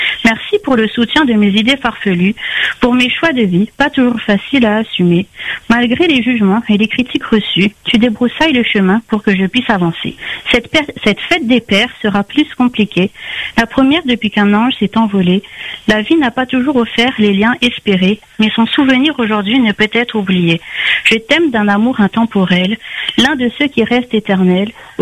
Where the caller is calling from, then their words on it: Le Tampon, Réunion; Du Tampon.